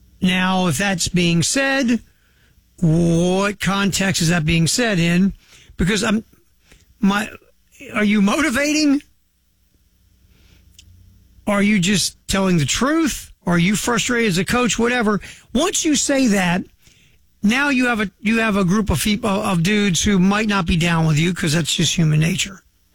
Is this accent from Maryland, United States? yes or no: yes; Baltimore, Maryland, United States; Maybe it's paranoia, maybe it's growing up in Baltimore